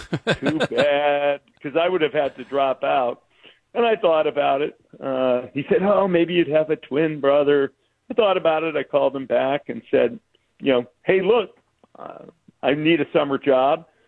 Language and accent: English; Farmington Hills, Michigan, United States; moved away as an adult; also born or lived in Detroit, Michigan / Oak Park, Michigan; now in Seattle, United States; I like I said, I was born in Detroit, but first lived in Oak Park. That's where my mom and dad bought their starter home. That's where I started in elementary school and Hebrew school. And, you know, we moved around a little bit. My dad was with Ford, but then moved to Farmington Hills, and that's where I did my high school years.